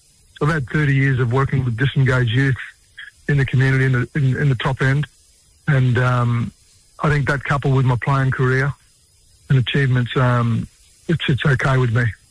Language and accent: English; Northern Territory, Australia; But I was actually born and raised on Larrakia country in the Northern Territory.